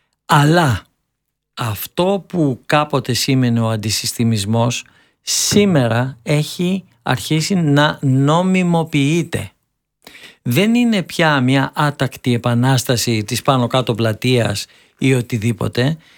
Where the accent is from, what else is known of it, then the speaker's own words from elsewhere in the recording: Greece; μάλλον σαν Έλληνας